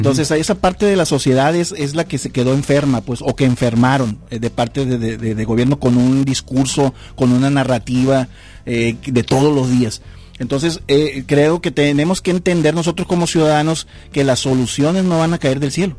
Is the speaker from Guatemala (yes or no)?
no; Mexico; todos somos mexicanos